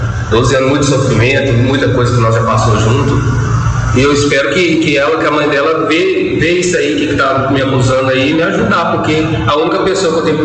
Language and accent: Portuguese; Novo Cruzeiro, Minas Gerais, Brazil; sou do Novo Cruzeiro.